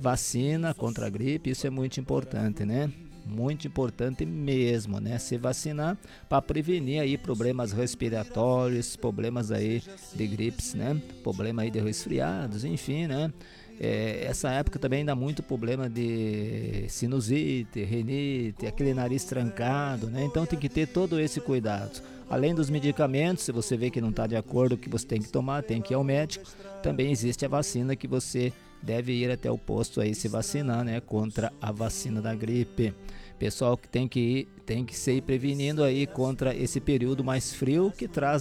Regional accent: Brazil

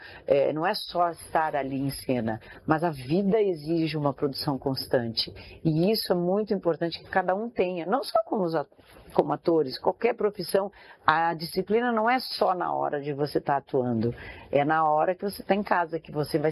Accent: Brazil; eu, como brasileira, né, eu tenho muita fé, não tenho uma religião específica, eu tenho muita fé

